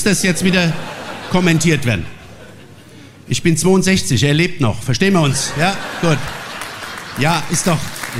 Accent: Hesse, Germany; ich bin ehrlich ein bisschen stolz drauf, als Hesse weltweit in Deutschland unterwegs zu sein.

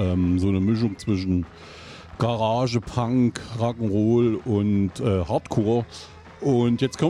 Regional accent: Eisenach, Thuringia, Germany; ich komme aus Eisenach

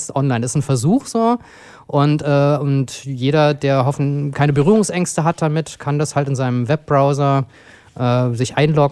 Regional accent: Berlin, Germany; now in Weimar, Germany; Und als ich 2000 nach Weimar gekommen bin, habe ich mir sofort ein Fahrrad gekauft. In Berlin, wo ich herkomme, wollte ich nicht Rad fahren.

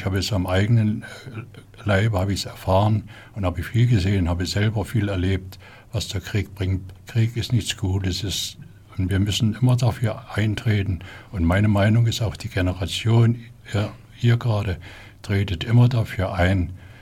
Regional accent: Silesian Voivodeship, Poland; Ich bin ja 1945, im Februar, musste ich meine Heimat Schlesien verlassen, das heutige Polen.

